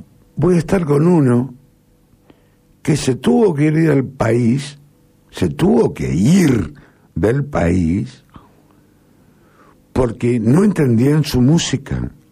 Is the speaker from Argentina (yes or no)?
yes; Argentina; somos argentinos.